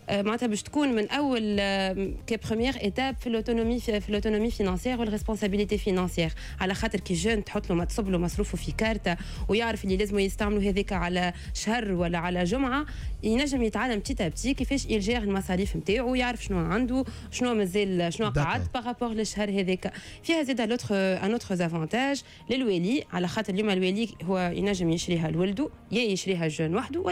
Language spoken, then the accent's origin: Arabic; Tunisia